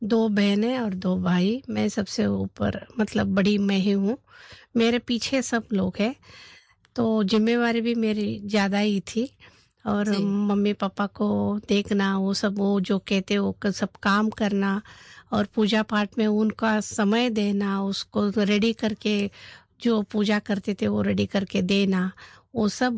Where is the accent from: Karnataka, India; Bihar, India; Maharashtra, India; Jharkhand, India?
Karnataka, India; Bengaluru; हम बचपन से दादी के साथ ही पले बड़े हैं। अब हमारे घर धार्मिक प्रवृत्ति है और बड़ा घराना था वहाँ हमारा, वहाँ बेंगलोर में।